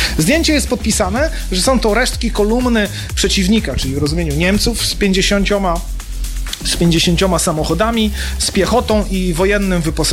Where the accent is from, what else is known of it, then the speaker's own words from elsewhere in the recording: Warmian-Masurian Voivodeship, Poland; urodziłem się tam w tych okolicach i mieszkałem i wielokrotnie to przez Bynowo, Miłomłyn dojeżdżałem do szkoły, do Ostródy, znałem te tereny